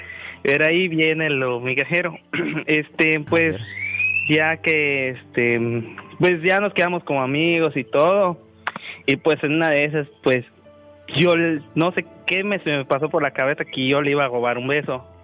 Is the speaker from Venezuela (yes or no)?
no; Mérida, Yucatán, Mexico; Tengo 23 años y soy de acá, de la bellísima Blanca Mérida.